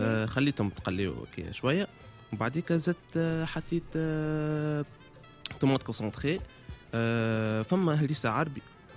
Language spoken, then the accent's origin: Arabic; Tunis, Tunis Governorate, Tunisia; born there; أنا تولد في تونس الحقيقة